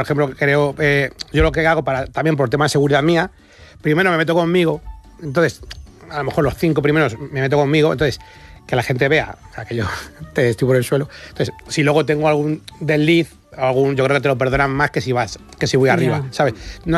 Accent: Aranjuez, Community of Madrid, Spain; accent: Toledo; Yo soy de Aranjuez, pero es frontera con Toledo, o sea... Todos los bolos.

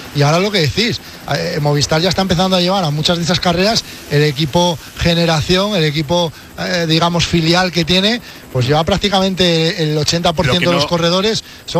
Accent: Asturias, Spain; Acordaros hace muchos años, Vuelta a Asturias, allí en mi pueblo.

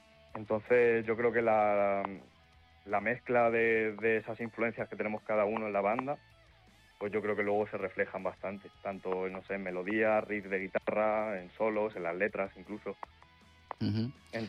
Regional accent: Andalusia, Spain; yo que soy del pueblo de al lado y veo lo que aquí pasa en mi pueblo

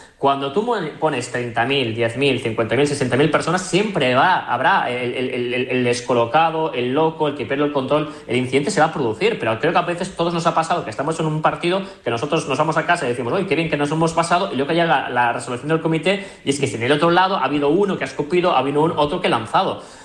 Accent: Girona, Catalonia, Spain; O sea, yo soy de Girona, tengo un colega de Elche, lo quiero invitar.

